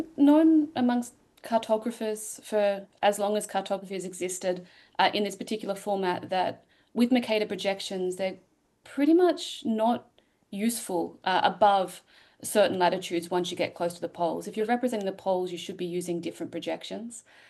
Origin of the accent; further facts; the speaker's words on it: Australia; now in United States; I presume you can tell I'm an Australian, even though I live and work in the US.